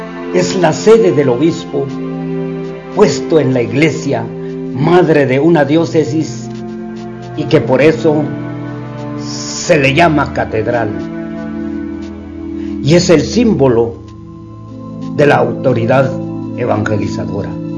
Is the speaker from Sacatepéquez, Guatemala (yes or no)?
yes; San Miguel Dueñas, Sacatepéquez, Guatemala; Soy de San Miguel Dueñas.